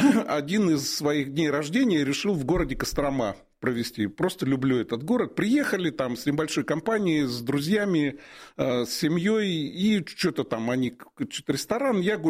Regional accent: Siberia, Russia; я из Сибири родом

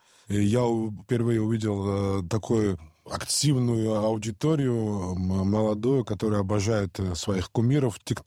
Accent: Georgia; now in Moscow, Russia; Я вообще грузин

